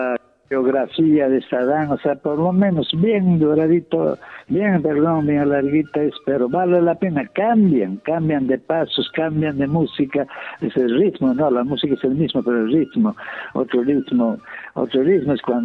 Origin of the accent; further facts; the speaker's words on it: Paruro province, Cusco, Peru; Después el distrito de Pilpinto, en la provincia de Paruro, pero muy cerquita a mi tierra.